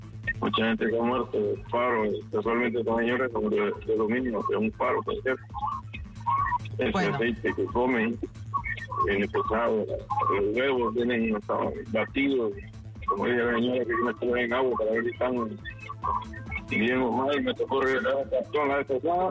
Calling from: Choloma, Cortés, Honduras; hablo desde Choloma.

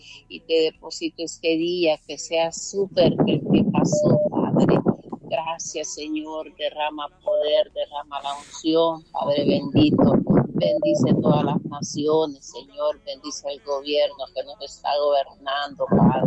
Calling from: Honduras; Le llamo de La Picota.

